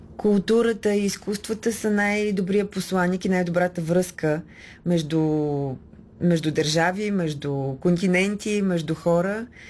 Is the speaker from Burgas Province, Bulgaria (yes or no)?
yes; Burgas, Burgas Province, Bulgaria; Аз съм бургазлийка